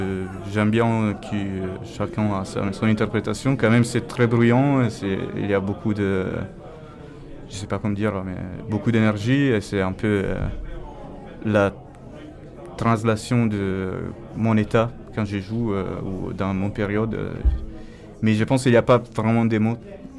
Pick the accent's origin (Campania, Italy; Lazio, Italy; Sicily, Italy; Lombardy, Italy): Lombardy, Italy; Milan; moved away as an adult; now in Grenoble, France; Je suis à Grenoble depuis 4 ans, mais avant j'étais à Milan, où je suis grandi en fait.